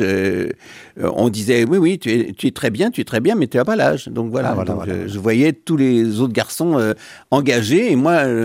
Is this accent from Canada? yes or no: no; Paris, Île-de-France, France; Je suis un petit parisien plutôt banlieusard, mais parisien, oui.